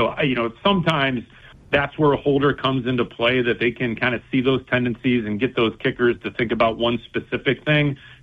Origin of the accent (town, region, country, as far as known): Cleveland, Ohio, United States; born there